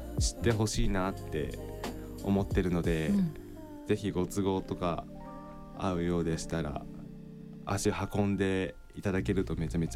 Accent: Saitama, Japan; 自分が中学校3年生の時に自分埼玉県出身なんですけど、

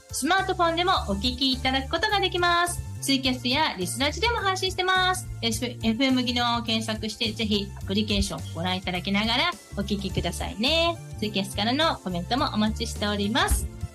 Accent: Soka, Saitama, Japan; 今日はですね、地元の埼玉県草加市からお届けさせていただきまして、

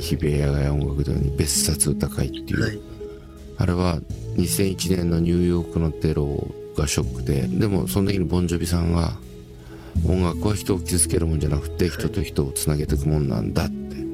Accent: Hino, Tokyo, Japan; 僕の故郷の日野市

